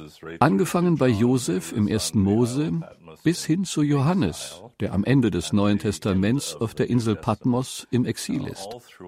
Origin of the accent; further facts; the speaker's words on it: Canada; now in Germany; denn diese Gefängnisse sind nicht annähernd so schön wie die hier in Deutschland oder in meinem Heimatland Kanada. In Kanada haben wir sogar Golfplätze im hinteren Teil der Gefängnisse.